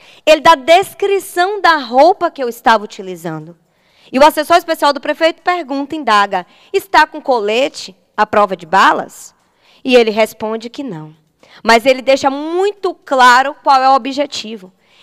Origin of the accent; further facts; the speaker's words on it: Coração de Maria, Bahia, Brazil; reside sozinha na cidade de Coração de Maria. Cidade essa a qual eu me criei, nasci no Hospital Ângelo Martins, tenho família, tenho residência fixa.